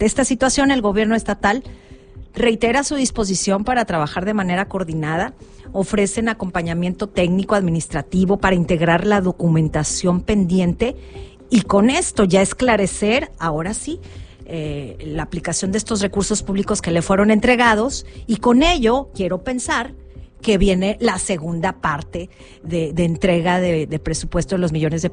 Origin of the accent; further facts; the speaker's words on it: Nuevo León, Mexico; Somos ciudadanos de Nuevo León que habitamos en alguna zona de la metrópoli